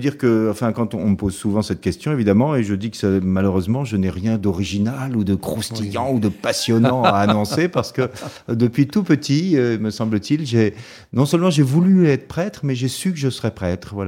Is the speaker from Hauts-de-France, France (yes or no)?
no; Poitiers, Nouvelle-Aquitaine, France; born there; Ah, je suis né à Poitiers.